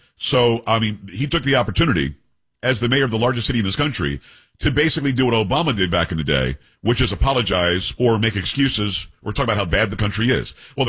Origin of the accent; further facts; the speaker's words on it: Florida, United States; also born or lived in Texas; And again, I lived in Texas a long time and I grew up in Florida, so y'all, it makes sense to me.